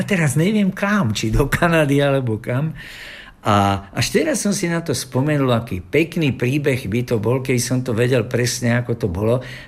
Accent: Bratislava, Bratislava Region, Slovakia; A tí, čo sme žili v Bratislave, to veľmi dobre vieme.

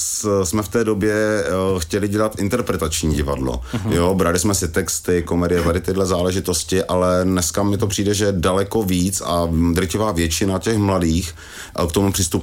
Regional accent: Slavičín, Zlín Region, Czechia; já jsem taky původem ze Slavičína, což je středně velké město

